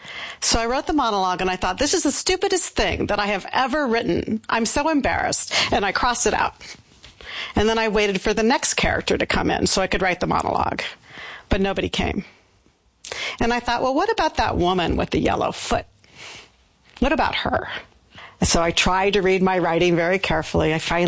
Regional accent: California, United States; also born or lived in Oregon, United States; I was born in California, as my New Mexican family had relocated to California for economic reasons. So I was born there. And while I was in high school, my family relocated to Oregon.

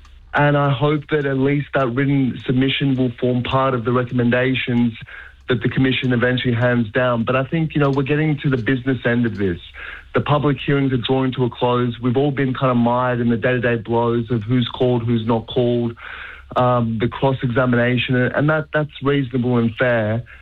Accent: Australia; It was about reveling in the beauty of Bondi and being an Australian

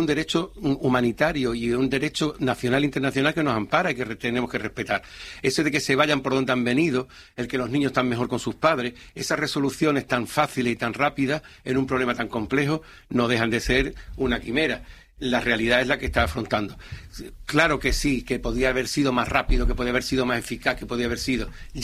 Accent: Ceuta, Spain; Somos parte de la ciudadanía de Ceuta, somos socialistas y ceutíes, y esas dos cosas no son incompatibles

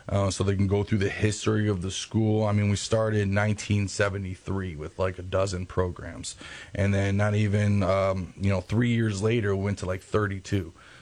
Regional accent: Jackson, Michigan, United States; now in Detroit, United States; I went to Jackson College for Culinary Arts and graduated from there. Currently at Henry Ford in Detroit right now, trying to work on my four-year degree, but finish that out. But I've been born and raised in J

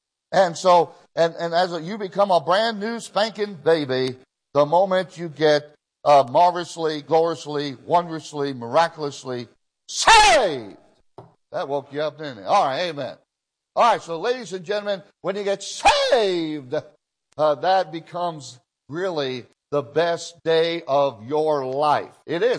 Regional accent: Israel; Now, when I was in Israel, I grew up in Israel, not all my young life, but partly

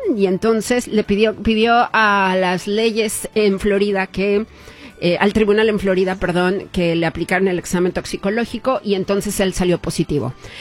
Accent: Guadalajara, Jalisco, Mexico; La gente de Guadalajara, pues tenemos nuestra calidad.

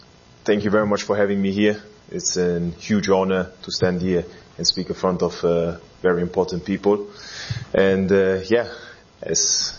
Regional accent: Berlin, Germany; English is a second language; And yeah, like I was born and raised in Berlin, grew up in Neukölln, so-called ghetto in Germany that time.

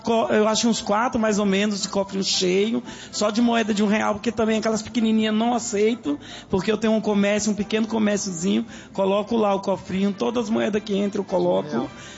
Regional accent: São Paulo, Brazil; Eu venho lá do Capão Redondo.

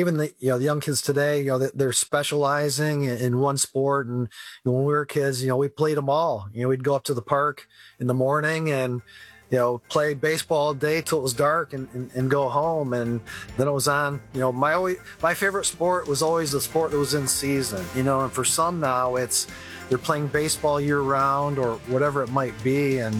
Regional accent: Lansing, Michigan, United States; I grew up in Lansing and played both sports at Lansing Catholic Central.

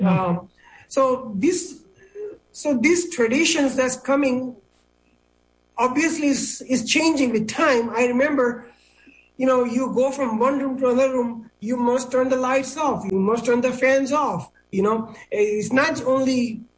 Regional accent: India; moved away; growing up in India

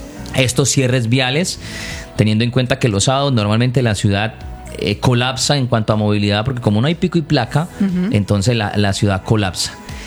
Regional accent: Cali, Valle del Cauca, Colombia; born there; tiene que ver ver con mi barrio, barrio donde yo nací, que es la Comuna 20

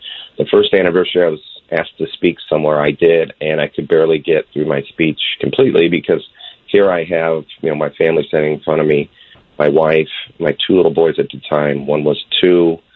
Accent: Midwest, United States; You know, I'm from the Midwest.

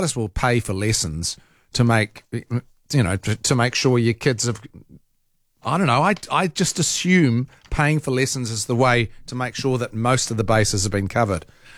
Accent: Rotorua, Bay of Plenty, New Zealand; I grew up in Rotorua, where my dad worked at the Forest Research Institute, and there's a road there called the Long Mile, which was just, well, it was as described, a long mile.

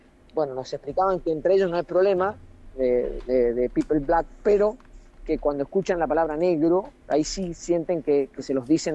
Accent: La Paz, Mendoza, Argentina; moved away; hay más gente de La Paz, de mi pueblo, viviendo fuera de La Paz que dentro de La Paz.

